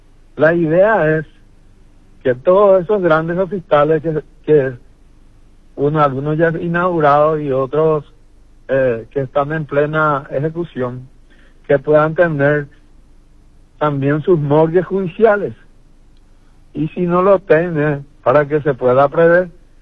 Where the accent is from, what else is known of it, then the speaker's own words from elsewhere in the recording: Concepción, Paraguay; Ciertamente soy del departamento de Concepción